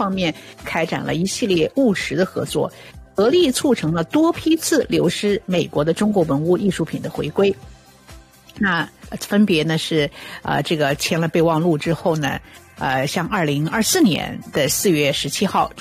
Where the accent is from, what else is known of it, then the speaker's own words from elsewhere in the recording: Canada; Winter Blue 对我们加拿大人的影响也还是蛮大的